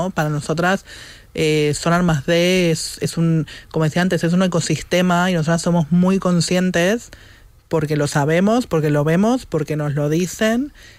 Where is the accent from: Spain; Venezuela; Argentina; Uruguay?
Uruguay; moved away